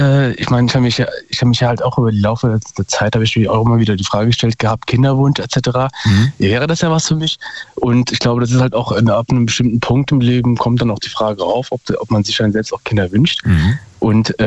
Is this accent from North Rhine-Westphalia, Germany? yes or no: no; Darmstadt, Hesse, Germany; Ich bin hier aus Umgebung Darmstadt.